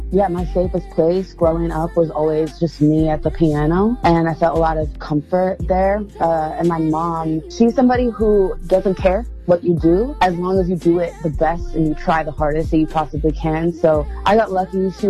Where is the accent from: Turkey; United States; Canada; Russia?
United States; Phoenix, Arizona; now in Los Angeles, United States; Originally, I'm from South Phoenix, but I've been living in LA for 12 years.